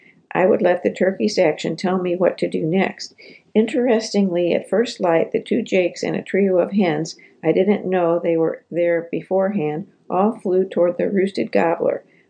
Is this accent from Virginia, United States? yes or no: yes; Virginia, United States; born or raised there